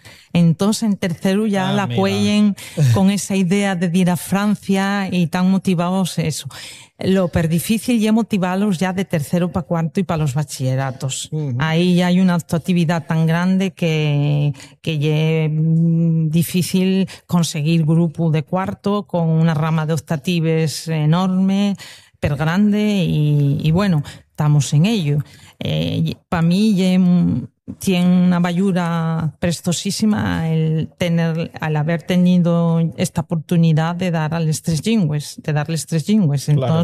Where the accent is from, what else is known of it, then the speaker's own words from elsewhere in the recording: Corvera, Asturias, Spain; Soy de Corbera, ¿no? Pero pa'l caso estoy cerca de la zona que está el puente y el río que divide